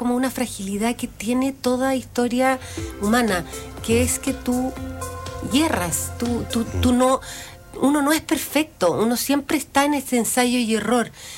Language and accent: Spanish; Chile; somos todos chilenos, pero no somos todos iguales.